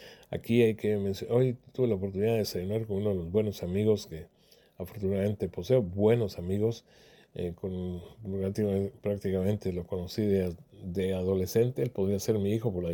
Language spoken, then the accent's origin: Spanish; Guatemala; no solo septiembre somos guatemaltecos, sino todo el tiempo